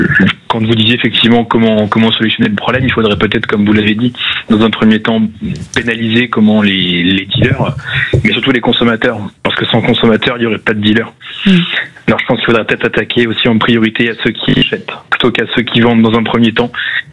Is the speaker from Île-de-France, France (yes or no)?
no; Nantes, Pays de la Loire, France; Alors moi je suis nantais depuis toujours, je suis né à Nantes et j'ai grandi à Nantes.